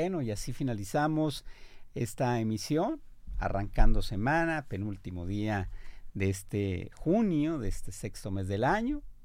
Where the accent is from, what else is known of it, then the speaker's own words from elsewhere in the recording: Mexico; como buenos mexicanos somos salados.